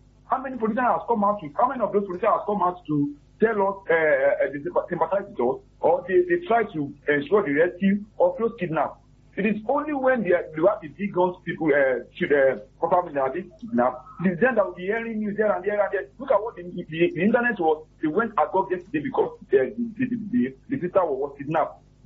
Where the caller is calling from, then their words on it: Nigeria; calling from Abacha.